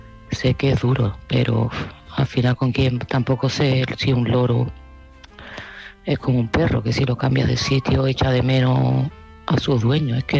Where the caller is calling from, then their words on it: Seville, Andalusia, Spain; de Sevilla